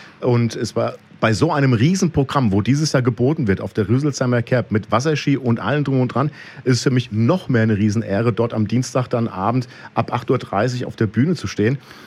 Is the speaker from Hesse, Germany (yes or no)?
yes; Raunheim, Hesse, Germany; also born or lived in Flörsheim; Also geboren bin ich in Flörsheim, aufgewachsen in Raunheim, bin auch dort jetzt geblieben mit meiner Familie.